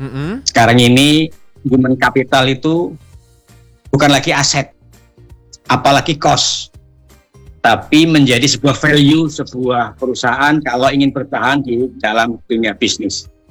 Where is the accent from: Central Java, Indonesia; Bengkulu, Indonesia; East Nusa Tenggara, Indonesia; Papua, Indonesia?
Central Java, Indonesia; Wonogiri; now in Bekasi, Indonesia; Kalau asli saya dari Wonogiri, Kang.